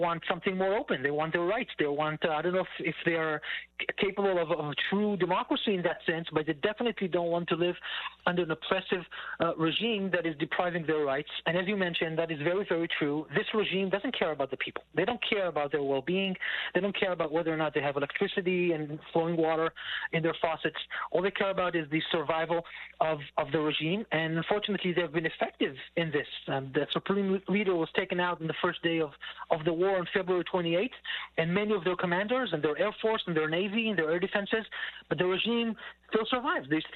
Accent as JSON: {"language": "English", "country": "Israel", "said": "As an Israeli, you know, I'm not an American."}